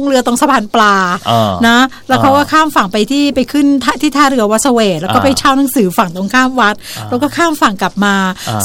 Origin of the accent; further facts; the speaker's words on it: Bangkok, Thailand; born there; เจริญกรุง85ไม่อยากจะบอกว่าเป็นถิ่นกำเนิดดิฉัน